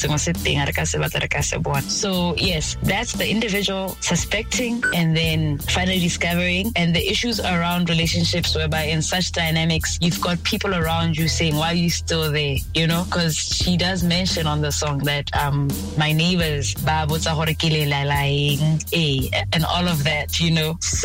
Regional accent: Gaborone, South-East District, Botswana; moved away as an adult; now in Letlhakane, Botswana; which is why I always come back to my hometown, Gabs City.

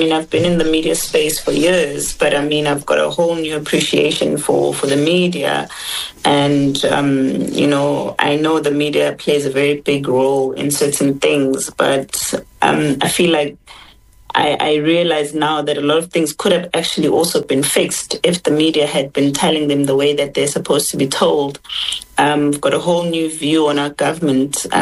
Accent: South Africa; as a South African myself

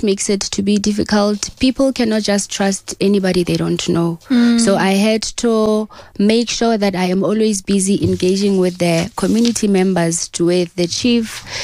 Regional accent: Bloemfontein, Free State, South Africa

